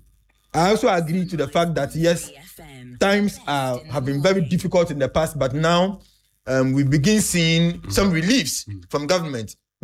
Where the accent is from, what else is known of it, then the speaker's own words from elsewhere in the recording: Ghana; I am a Ghanaian.